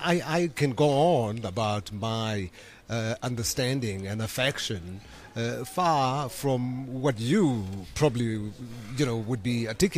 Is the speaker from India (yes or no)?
no; South Africa; I'm proudly South African